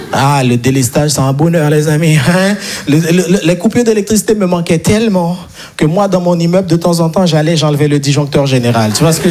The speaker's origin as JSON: {"language": "French", "country": "Haiti", "tie": "born or raised there", "moved": "as an adult", "lives_now": "Paris, France", "said": "je suis né et grandi en Haïti"}